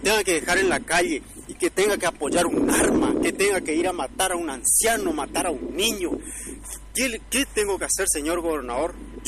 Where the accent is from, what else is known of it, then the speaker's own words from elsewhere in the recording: Colonia Elisa, Chaco, Argentina; yo soy de la provincia del Chaco, yo me encuentro viviendo en esta parcela, soy de Colonia El Cacique, jurisdicción de Colonia Elisa, soy chaqueño